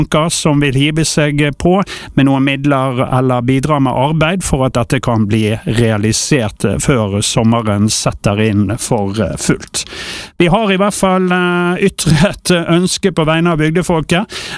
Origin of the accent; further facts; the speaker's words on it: Western Norway, Norway; men som vestlendinger så har vi jo evnen til å vente